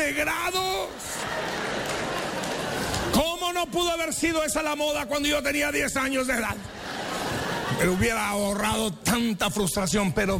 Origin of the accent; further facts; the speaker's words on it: Mexico; now in Anaheim, United States; los que somos mexicanos aquí